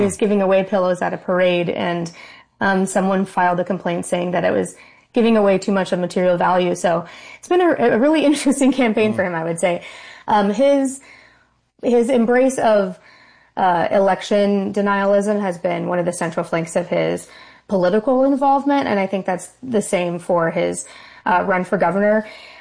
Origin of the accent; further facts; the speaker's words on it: North Dakota, United States; I grew up in North Dakota.